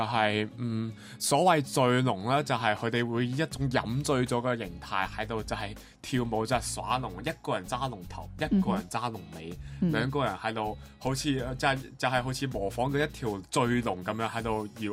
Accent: Macau; 我系嚟自中国澳门嘅

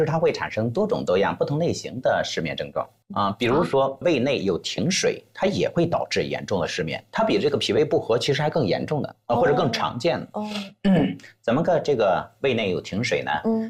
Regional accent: China; 那对于我们中国人而言的话呢，我们喜欢相对这个丰盛一点

